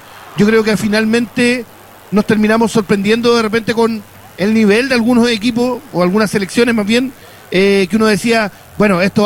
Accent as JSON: {"language": "Spanish", "country": "Chile", "said": "nosotros como chilenos"}